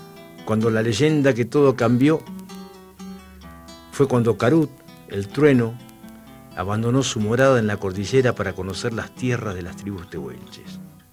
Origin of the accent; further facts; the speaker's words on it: Santa Cruz, Argentina; nuestra tierra es muy jovencita, nuestra provincia tiene tan solo casi 60 años